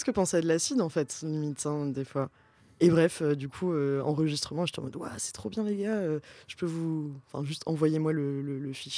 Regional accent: Pau, Nouvelle-Aquitaine, France; je viens du sud-ouest de la France. Je viens de Pau, dans le Béarn.

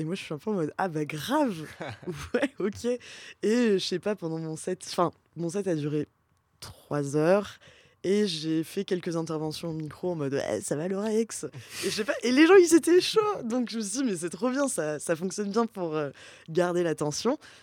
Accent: Pau, Nouvelle-Aquitaine, France; also born or lived in Lille / Paris; Bah, moi, en fait, pour la petite histoire, je viens du sud-ouest de la France. Je viens de Pau, dans le Béarn.

